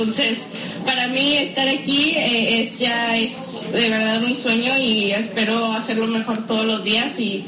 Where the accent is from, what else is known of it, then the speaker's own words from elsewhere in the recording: Mexico; Soy la primera mexicana en la versión moderna del Tour de France.